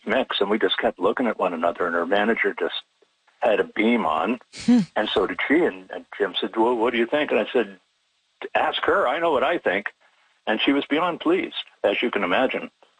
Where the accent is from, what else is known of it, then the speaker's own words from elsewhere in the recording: Ireland; I'm an Irish tenor, and I'm known in the business for my falsetto, among other things